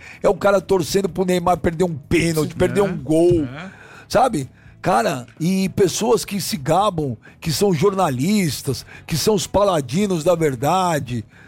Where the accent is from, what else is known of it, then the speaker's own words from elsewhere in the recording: Brazil; born there; Gente, eu nasci no Brasil, eu vou torcer pra quem, cara?